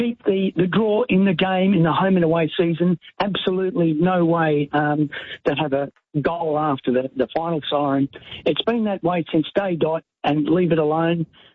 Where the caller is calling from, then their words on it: Australia; We're Australian. We're in Australia.